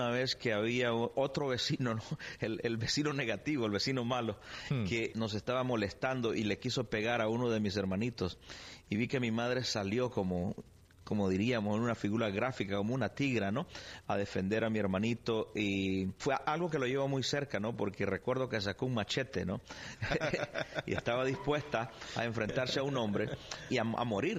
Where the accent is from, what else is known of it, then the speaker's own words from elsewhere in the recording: San Pedro Sula, Cortés, Honduras; born there; Esa fue mi niñez. Nací en San Pedro Sula, Honduras.